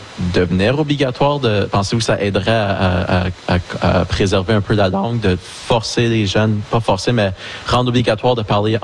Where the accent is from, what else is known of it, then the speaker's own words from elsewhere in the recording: Ottawa, Ontario, Canada; moved away; je viens de l'Ontario, je viens d'Ottawa, puis j'étais à une école francophone